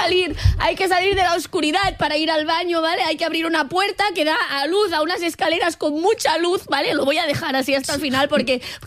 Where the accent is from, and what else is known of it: Catalonia, Spain